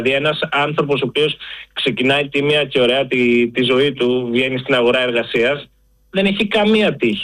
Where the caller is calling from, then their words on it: Central Greece, Greece; αγαπώ τον τόπο μου, αγαπώ την Βρετανία επίσης όπου και κατάγομαι.